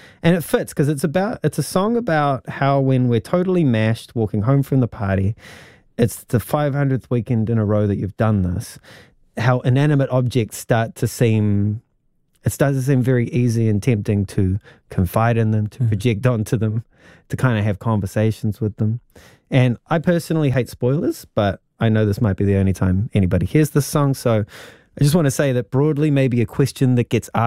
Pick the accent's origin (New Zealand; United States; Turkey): New Zealand; as a New Zealander